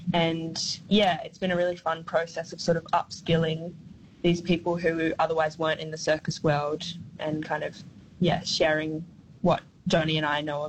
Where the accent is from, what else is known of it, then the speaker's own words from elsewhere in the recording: Alice Springs, Northern Territory, Australia; but then also back in my hometown of Mbantwa, Alice Springs.